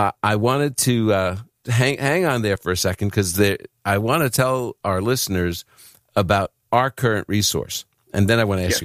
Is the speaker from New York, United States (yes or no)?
yes; New York, United States; moved away; I am from New York